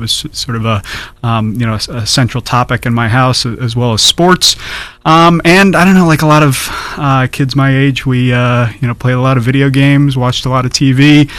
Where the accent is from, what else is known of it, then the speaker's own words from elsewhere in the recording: Sarasota, Florida, United States; also born or lived in Stowe, Vermont; now in San Bernardino, United States; I was born in Stowe, Vermont, which is a small ski town in Vermont, but I moved from there to Florida when I was five, so most of my childhood was spent in Florida in a city called Sarasota, a little south of Tampa.